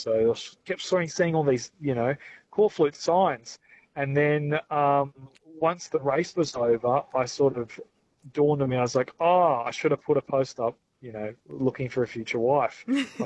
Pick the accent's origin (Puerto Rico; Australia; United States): Australia; Perth, Western Australia; moved away; I was from Perth and I worked in FIFO, so it was hard to just even sort of meet people.